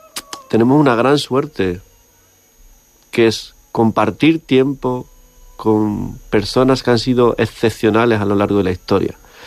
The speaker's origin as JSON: {"language": "Spanish", "town": "Villahermosa", "region": "Castilla-La Mancha", "country": "Spain", "tie": "born or raised there", "said": "desde Burgos a Almagro, pasando por Tomelloso o por mi pueblo, que es Villahermosa."}